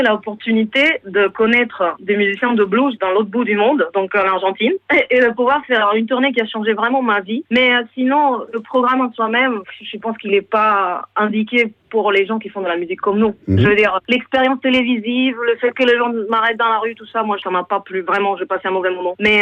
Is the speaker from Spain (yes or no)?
yes; Vilafranca del Penedès, Catalonia, Spain; French is a second language; moved away as an adult; also born or lived in Balearic Islands; ma ville natale, qui c'est Villafranca del Penedès. Puis j'ai étudié technique vocale et interprétation à Barcelone et au Royaume-Uni